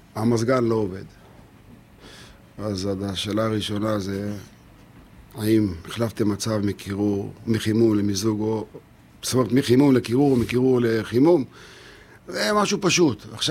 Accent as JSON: {"language": "Hebrew", "town": "Eilat", "region": "Southern District", "country": "Israel", "tie": "born or raised there", "said": "בן 55, נולדתי באילת. עוד בימים שלפני שהיה מזגנים, אז היה לנו מצננים. כשהלחות באילת הייתה ככה בסביבות 10%."}